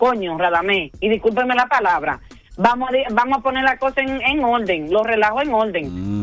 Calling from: Dominican Republic; brillamos todos los dominicanos

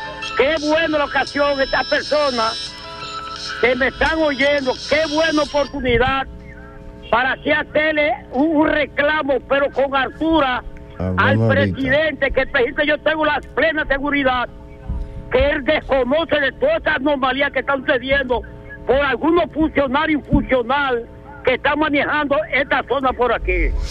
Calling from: Duvergé, Independencia, Dominican Republic; Mira el problema de Duvergé, mi pueblo, Duvergé, mis amores.

